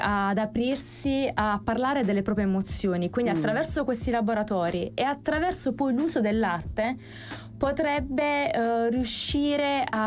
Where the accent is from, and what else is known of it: Taranto, Apulia, Italy